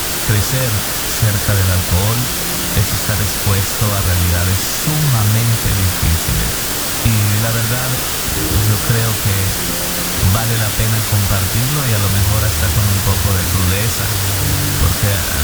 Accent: Llanos Orientales, Colombia; Yo soy de Colombia, un pueblo muy pequeño pero muy hermoso por allá en los llanos orientales de este país hermoso de Colombia, y allí nací.

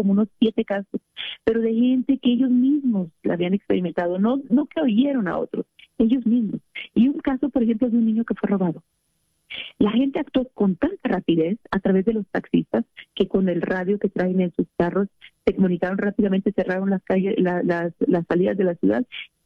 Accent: Chihuahua, Mexico; moved away; Yo, por ejemplo, soy del norte, ahorita vivo aquí, pero soy del norte, soy de Chihuahua.

